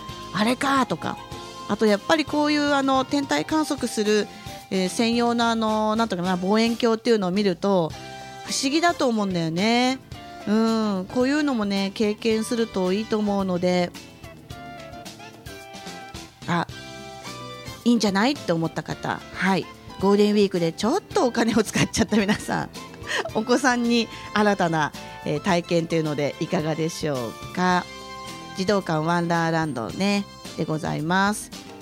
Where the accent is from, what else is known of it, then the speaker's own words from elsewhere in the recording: Chiba, Japan; 千葉出身ですけど、うちの地元には近くになかったから